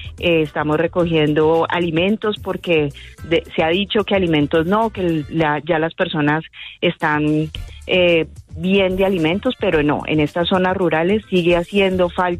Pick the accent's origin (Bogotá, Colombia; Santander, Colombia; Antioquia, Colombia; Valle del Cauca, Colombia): Valle del Cauca, Colombia; Cali; tenemos que seguirnos moviendo como caleños, como vallecaucanos y como colombianos